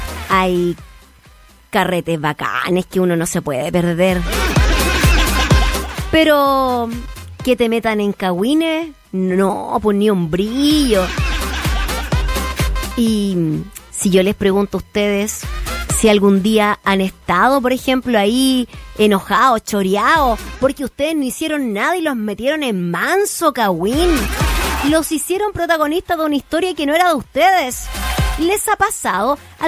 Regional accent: Chile; Somos cahuineros los chilenos.

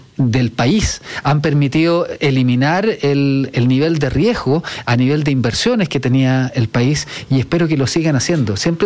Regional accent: Chile

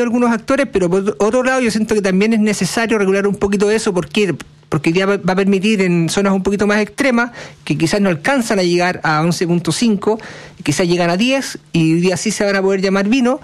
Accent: Chile; también nosotros como chilenos, como consumidores, también ahí aportar con un granito de arena

